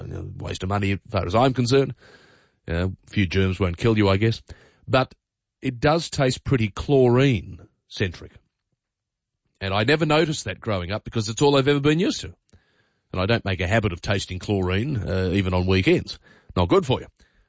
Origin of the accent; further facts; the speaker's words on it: Sydney, New South Wales, Australia; I grew up on Sydney tap water all my life